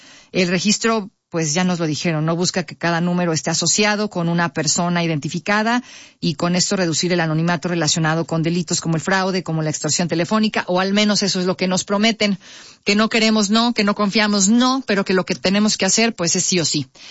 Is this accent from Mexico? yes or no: yes; Mexico; así somos todos, el mexicano y todos, todo lo dejamos para el final